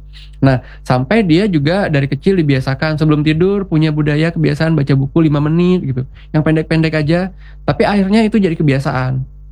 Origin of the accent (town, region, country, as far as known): Riau Islands, Indonesia